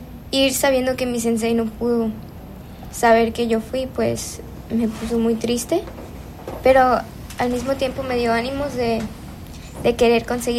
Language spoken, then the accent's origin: Spanish; Zihuatanejo, Guerrero, Mexico; Sí, soy de aquí, de Cihuatanejo.